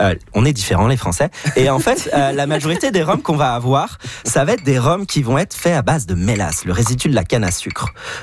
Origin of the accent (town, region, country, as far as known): France